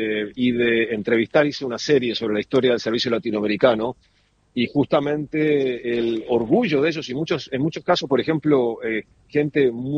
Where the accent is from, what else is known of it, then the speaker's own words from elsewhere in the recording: Uruguay; now in London, United Kingdom; no me falló el ADN uruguayo ahí.